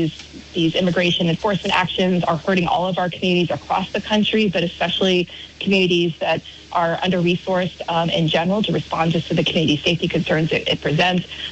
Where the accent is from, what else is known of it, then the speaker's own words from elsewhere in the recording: Barre, Vermont, United States; now in Burlington, United States; I grew up in Vermont.